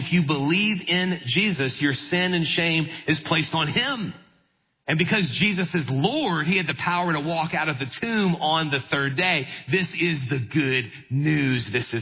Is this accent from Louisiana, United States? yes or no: yes; New Orleans, Louisiana, United States; Now, I grew up in New Orleans, and our football team was the New Orleans Saints.